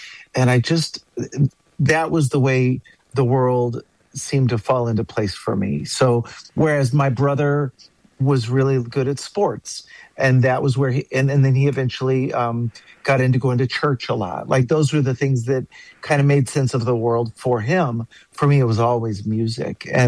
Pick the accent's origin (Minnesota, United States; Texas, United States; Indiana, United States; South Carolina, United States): Texas, United States; Dallas; I'm a seventh generation Texan, and I grew up in the Dallas area. And my mom is actually from Arkansas, so I have a lot of people from the from Little Rock and Pine Bluff.